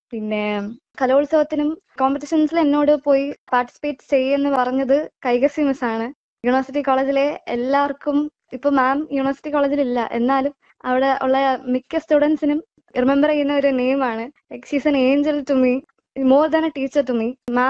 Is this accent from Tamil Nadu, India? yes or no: yes; Nagercoil, Tamil Nadu, India; Nagercoil സ്വദേശിനിയാണ്.